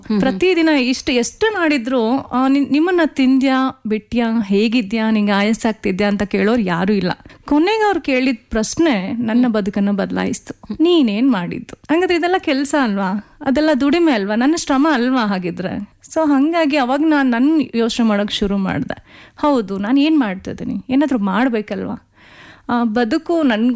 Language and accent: Kannada; Bengaluru, Karnataka, India; also born or lived in Dwaralu, Sira taluk; ನಾನು ಹುಟ್ಟಿ ಬೆಳೆದಿದ್ದು ಮೂಲತಃ ಬೆಂಗಳೂರು. ನಮ್ದು ಸ್ವಂತ ಊರು ಬಂದು ಶಿರಾ ತಾಲೂಕಿನ ದ್ವಾರಾಳು ಅನ್ನೋ ಒಂದು ಗ್ರಾಮ.